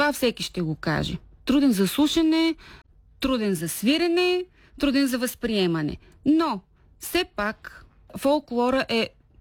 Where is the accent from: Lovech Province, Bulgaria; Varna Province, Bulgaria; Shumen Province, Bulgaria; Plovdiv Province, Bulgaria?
Shumen Province, Bulgaria; Novi Pazar; born there; moved away; аз съм родена в Нови пазар, съм живяла в Шумен